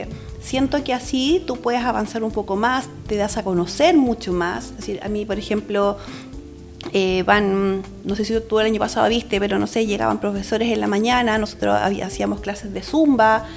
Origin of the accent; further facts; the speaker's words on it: San Javier, Maule, Chile; also born or lived in La Calera, Chile; now in Quillota, Chile; Vivo, de San Javier, pero vivo hace muchos años en la zona. Antes vivía en Calera y ahora vivo en Quillota.